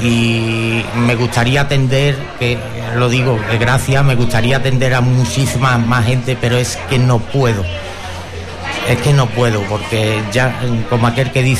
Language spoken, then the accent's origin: Spanish; Carmona, Andalusia, Spain; now in Lora del Río, Spain; Ya no es en Lora del Río, porque es verdad que yo vivo en Lora del Río, pero no soy de Lora del Río, yo soy natal de Carmona.